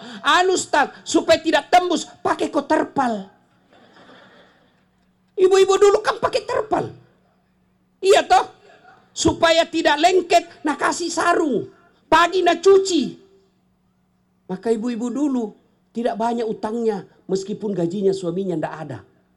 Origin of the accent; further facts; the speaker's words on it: Indonesia; moved away; Bungi namanya, Patinjo ayahku, Patinjo. Taniak bugi, tapi macak bahasa bugi. Kampungku, saya dari kampung tadi. Kampung, petani. Saya waktu sekolah, itu dari Pekabata, naik dari Bungi, SMP Culuk.